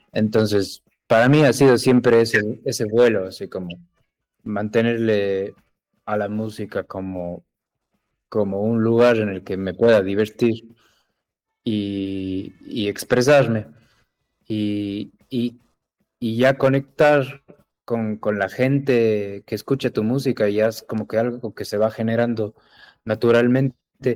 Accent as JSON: {"language": "Spanish", "country": "Ecuador", "said": "uno como ecuatoriano haga música distinta que alguien en Europa"}